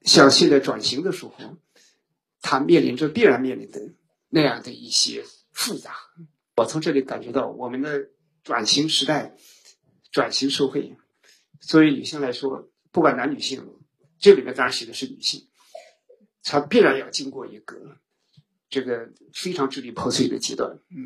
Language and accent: Chinese; China; 我们中国人